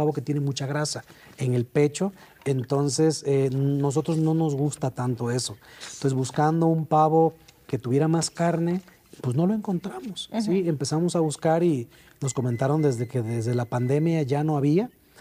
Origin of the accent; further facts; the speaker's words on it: Tabasco, Mexico; born there; now in Santiago Tuxtla, Mexico; nosotros de nacimiento somos tabasqueños, pero de corazón veracruzanos, uh-huh, siempre, de Santiago Tuxtla.